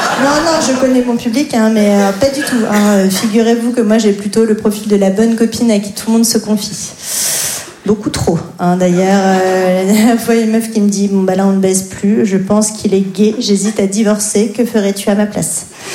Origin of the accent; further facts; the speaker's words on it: Grand Est, France; j'ai grandi en Lorraine.